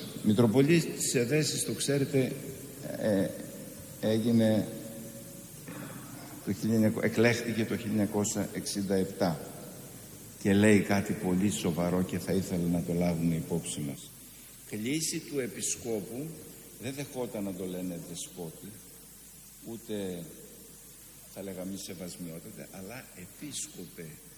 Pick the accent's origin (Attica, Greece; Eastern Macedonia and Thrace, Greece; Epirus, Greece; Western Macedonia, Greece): Eastern Macedonia and Thrace, Greece; Drama